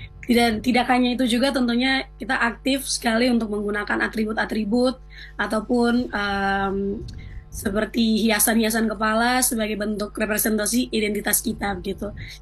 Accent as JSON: {"language": "Indonesian", "region": "Highland Papua", "country": "Indonesia", "said": "dan dari saya sendiri, dari Papua Pegunungan itu ada one luck."}